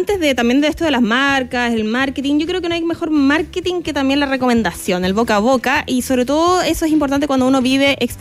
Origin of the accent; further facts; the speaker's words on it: Pirque, Santiago Metropolitan Region, Chile; bueno, yo soy de Pirque.